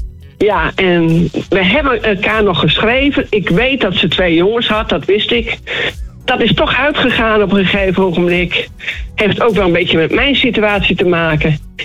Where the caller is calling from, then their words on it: Grijpskerk, Groningen, Netherlands; ik kom uit Groningen, Grijpskerk.